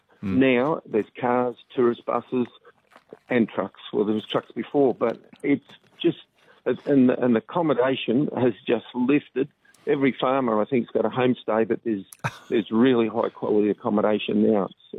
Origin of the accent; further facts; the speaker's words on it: New South Wales, Australia; I come from the Lower Darling, so I'm not local, but this is the fourth time I've ridden around Vietnam.